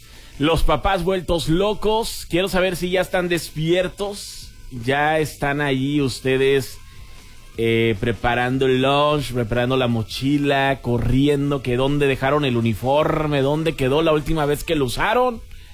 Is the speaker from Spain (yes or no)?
no; Mexico; ¿Por qué nos vamos a vestir de mexicanos si somos mexicanos? O sea, como cuando te dicen, ponte un atuendo mexicano, vístete de México y tú. Ajá, yo soy mexicano.